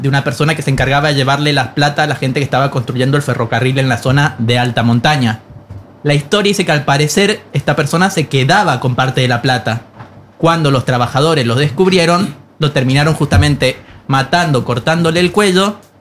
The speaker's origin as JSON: {"language": "Spanish", "town": "Uspallata", "region": "Mendoza", "country": "Argentina", "said": "yo soy de Uspallata"}